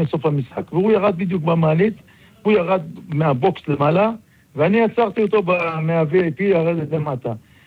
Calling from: Netanya, Central District, Israel; אצלנו בנתניה

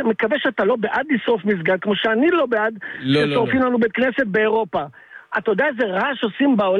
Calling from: Rishon LeZion, Central District, Israel

